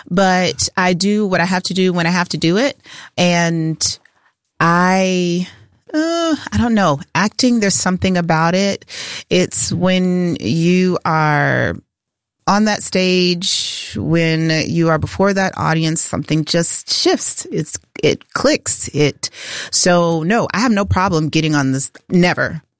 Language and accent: English; Fort Myers, Florida, United States; Born in Lee Memorial, yes.